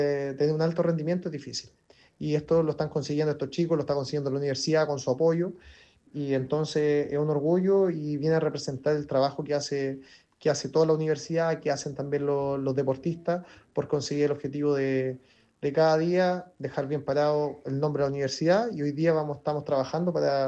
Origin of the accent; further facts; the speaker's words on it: Chile; Siento que no todos los días podemos decir que somos seleccionados chilenos